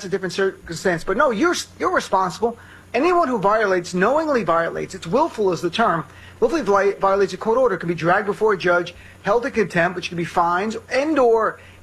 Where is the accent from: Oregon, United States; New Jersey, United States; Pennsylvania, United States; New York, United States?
New Jersey, United States; Yeah, I'm also from Jersey. So that's how we do elections.